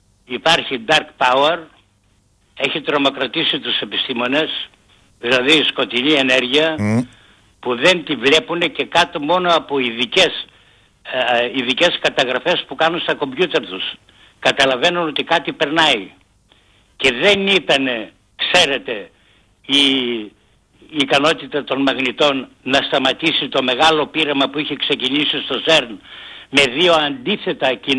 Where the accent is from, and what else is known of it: Greece